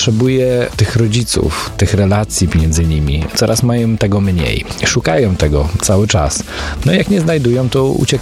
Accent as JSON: {"language": "Polish", "town": "Żyrardów", "region": "Masovian Voivodeship", "country": "Poland", "tie": "born or raised there", "moved": "yes", "said": "Ja na przykład już nie mieszkam w Żyrardowie. To Żyrardów zawsze będzie w moim sercu, no bo tam się człowiek nauczył, tam się człowiek wychował"}